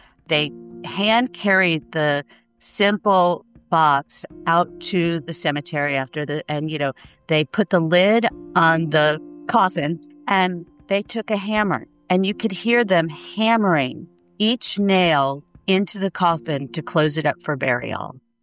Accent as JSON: {"language": "English", "country": "United States", "said": "as an American"}